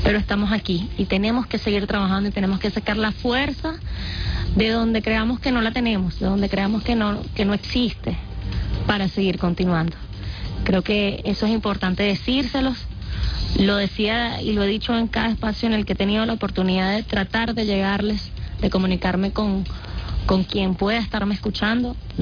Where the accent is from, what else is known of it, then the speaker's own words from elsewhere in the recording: Venezuela; de lo que verdaderamente somos los venezolanos y las venezolanas, de nuestra identidad